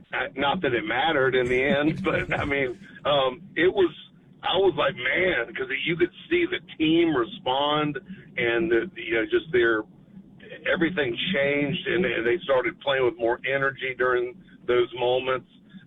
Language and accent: English; Columbia, South Carolina, United States; I've got a couple degrees from South Carolina. I'm from Columbia.